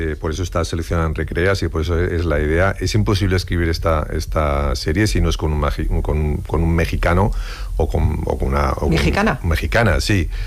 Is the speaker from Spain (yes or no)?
yes; Spain; ni siquiera como españoles somos conscientes de ello, de todo ese bagaje y de esa formación.